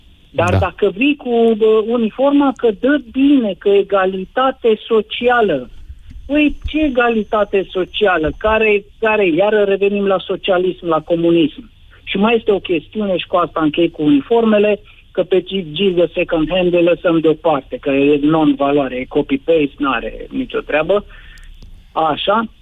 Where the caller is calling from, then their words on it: Timiș County, Romania; eu sunt din Veta, din județul Timiș.